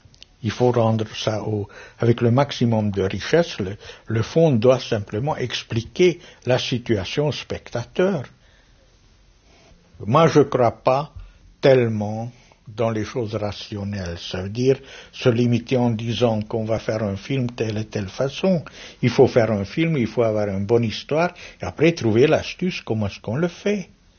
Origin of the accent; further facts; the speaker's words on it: Paris, Île-de-France, France; born there; Je suis né comme peintre à Paris